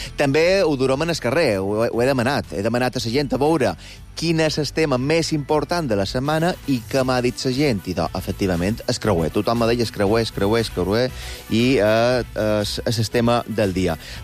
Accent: Balearic Islands, Spain; Parlarem de com som els mallorquins i com haurien de ser

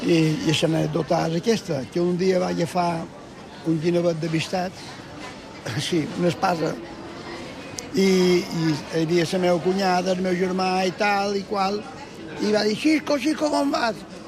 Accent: Palma, Balearic Islands, Spain; born there; Jo vaig néixer en el Matadero.

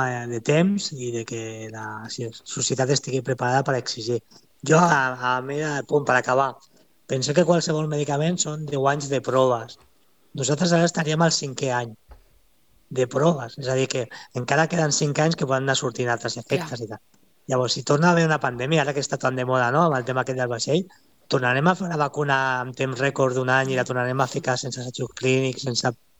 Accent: Santa Coloma de Gramenet, Catalonia, Spain; Jo sóc de Santa Coloma de Gramenet, un poble de la ciutat de costat de Barcelona.

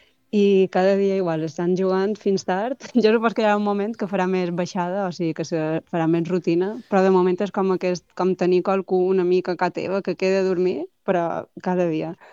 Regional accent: Bunyola, Balearic Islands, Spain; ja havia estat també l'any passat a Bunyola, nosaltres som de Bunyola i mos coneixíem.

